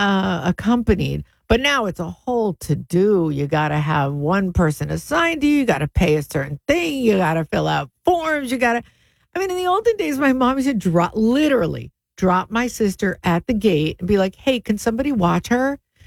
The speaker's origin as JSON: {"language": "English", "country": "United States", "said": "I'm American"}